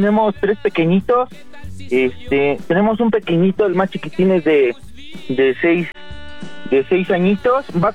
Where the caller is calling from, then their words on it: San José del Rincón, State of Mexico, Mexico; En el Estado de México, en un municipio que se llama San José del Rincón.